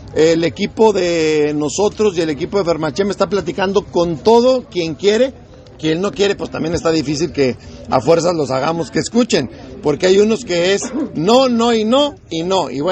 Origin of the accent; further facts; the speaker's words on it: Durango, Mexico; O sea, yo soy de Durango, no me pienso ir a vivir a ningún otro lugar.